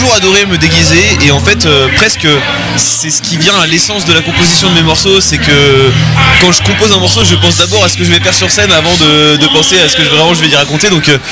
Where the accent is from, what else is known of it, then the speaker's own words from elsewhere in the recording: Bernay, Normandy, France; moved away as an adult; now in Laval, France; je suis originaire de Normandie, de Bernay, mais j'ai déménagé maintenant il y a 2 ans. Et je me suis installé à Laval